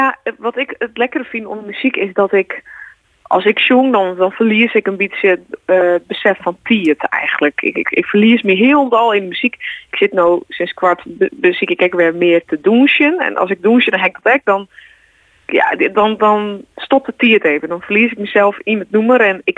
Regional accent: Amsterdam, North Holland, Netherlands; first language West Frisian; Dutch is a second language; now in Friesland, Netherlands; Het is mijn memmentaal. Ik kom grappig nog zelfs uit Amsterdam. Daar ben ik opgegroeid, maar ik ben wel Friestalig grootgebracht. En wat mijn ouders binnen beide komen beide uit Friesland en die ben toen verhuisd in Amsterdam.

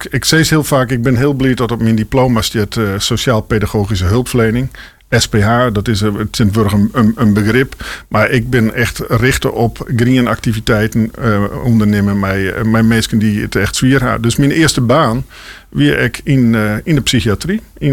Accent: Buitenpost, Friesland, Netherlands; En daar ben ik in Boetenpost op Jeltingelaan opgegroeid.

